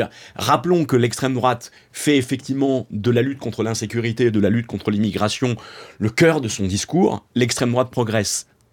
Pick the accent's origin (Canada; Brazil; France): France; chez nous en France